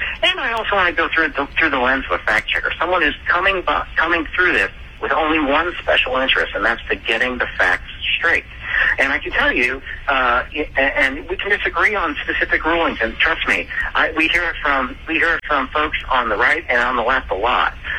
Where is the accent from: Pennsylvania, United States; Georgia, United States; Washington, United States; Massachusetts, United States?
Pennsylvania, United States; I grew up in Pennsylvania, and I'm a Phillies fan.